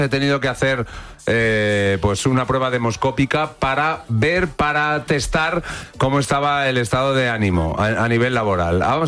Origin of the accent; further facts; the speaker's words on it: Zaragoza, Aragon, Spain; Que estaba en mi pueblo, en Zaragoza, y allí se maneja bien el E, ¿eh?